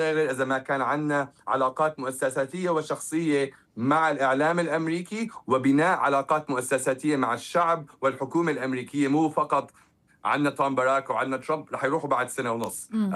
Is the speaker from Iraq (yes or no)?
no; Syria; لا، لازم العالم تعرف شو عندنا بسوريا.